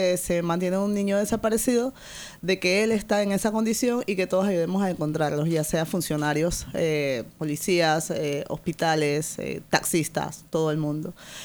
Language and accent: Spanish; Colón, Panama; Sí, yo soy de Colón.